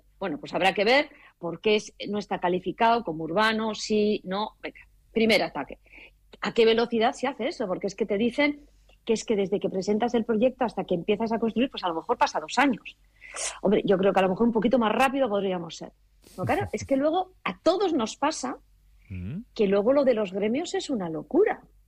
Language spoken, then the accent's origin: Spanish; Vitoria-Gasteiz, Basque Country, Spain; Que ya sabes que soy de Vitoria, pasar por el pantano y ver varios ojos del puente